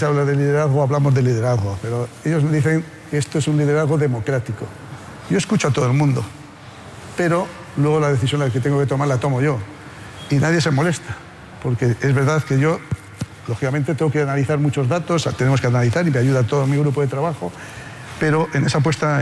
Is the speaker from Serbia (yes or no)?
no; Haro, La Rioja, Spain; porque yo en mi pueblo, en Haro, en La Rioja, era del Athletic Club de Bilbao, como aficionado.